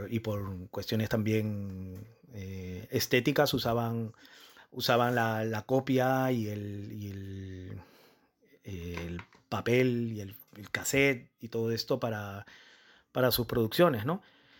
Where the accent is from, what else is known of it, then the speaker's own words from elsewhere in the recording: Lima, Peru; en mi ciudad natal, ¿no? En Lima